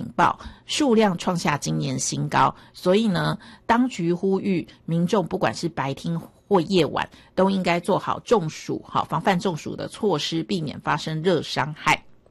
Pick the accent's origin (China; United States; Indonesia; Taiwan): Taiwan; 在我们台湾这边也是可以达到的